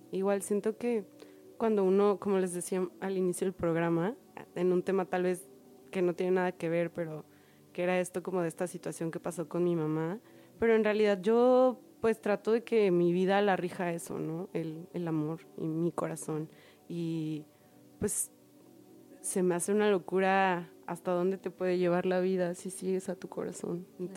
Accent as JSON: {"language": "Spanish", "region": "Tlaxcala", "country": "Mexico", "said": "yo vengo de una provincia de Tlaxcala, que es el estado más chiquito de México."}